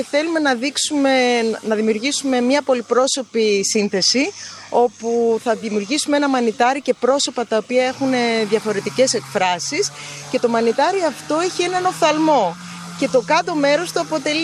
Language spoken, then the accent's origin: Greek; Thessaloniki, Central Macedonia, Greece; Ερχόμαστε από Θεσσαλονίκη, είμαστε μια ομάδα γλυπτών από τη Θεσσαλονίκη